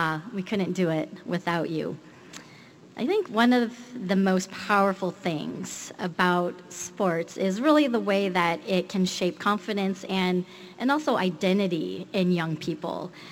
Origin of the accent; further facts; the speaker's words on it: Bay Area, California, United States; I also grew up here in the Bay Area